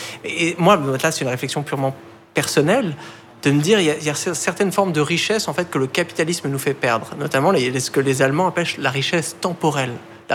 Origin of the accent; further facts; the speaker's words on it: Bailly, Île-de-France, France; ça s'appelle Bailly, c'est un petit village de quelques milliers d'habitants, c'est quand même la campagne, hein. C'est coincé entre les plaines de Versailles, dont un grand domaine agricole, et la forêt de Marly. Donc moi j'ai grandi dans la vieille ferme rénovée de ma famille, qui est là depuis plusieurs générations.